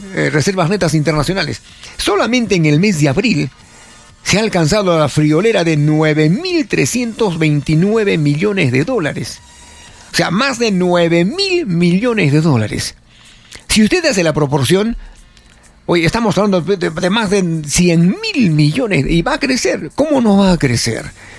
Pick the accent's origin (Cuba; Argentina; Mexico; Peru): Peru